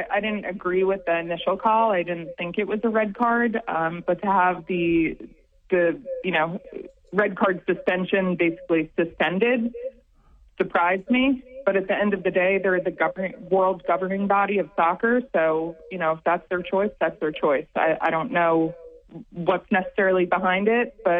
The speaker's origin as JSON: {"language": "English", "area": "Long Island", "region": "New York", "country": "United States", "tie": "born or raised there", "also_born_or_lived": "Baltimore / Omaha", "moved": "as an adult", "lives_now": "Little Rock, United States", "said": "I grew up on Long Island and then went to Loyola University in Baltimore"}